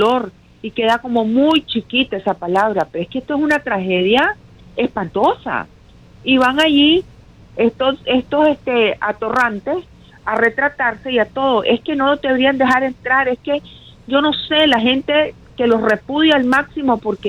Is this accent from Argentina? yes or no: no; Nicaragua; now in Naples, United States